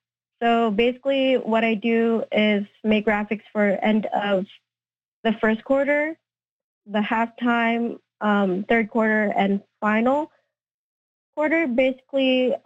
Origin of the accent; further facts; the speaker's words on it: Canada; as a Filipino Canadian, it's really awesome just to work with a very talented team